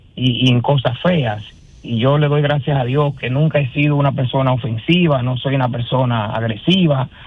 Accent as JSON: {"language": "Spanish", "region": "San José de Ocoa", "country": "Dominican Republic", "tie": "born or raised there", "moved": "yes", "said": "mi pueblo natal, San José de Ocoa, donde todo el que me conoce sabe quién es"}